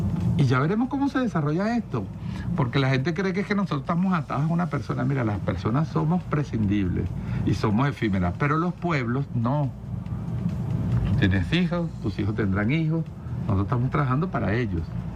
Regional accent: Venezuela; que lamentablemente todos somos venezolanos, todos tenemos derecho

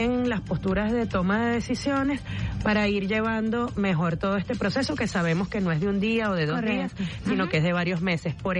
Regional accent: Los Teques, Miranda, Venezuela; yo soy allá de Los Teques

